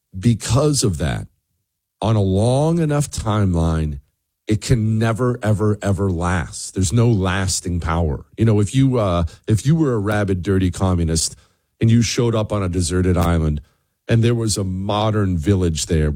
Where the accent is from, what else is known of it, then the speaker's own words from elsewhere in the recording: Bozeman, Montana, United States; Now, I grew up in Bozeman, Montana. it was relatively crime-free.